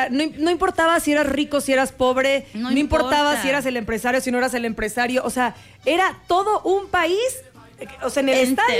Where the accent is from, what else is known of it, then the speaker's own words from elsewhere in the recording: Mexico; Pero sí creo que como mexicanos, o sea, como individuos, somos buenos.